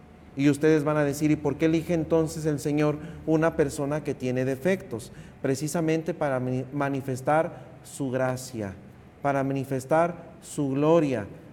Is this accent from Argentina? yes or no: no; Mexico; estamos acostumbrados como buenos mexicanos a que todos nos los den